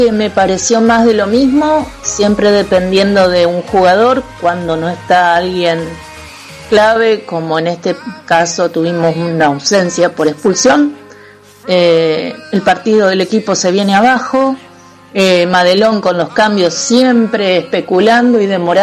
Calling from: Santa Fe, Argentina; del Centro

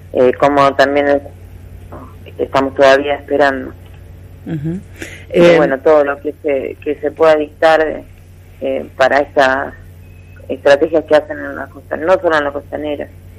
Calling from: Santo Tomé, Santa Fe, Argentina; Yo vivo en Santo Tomé

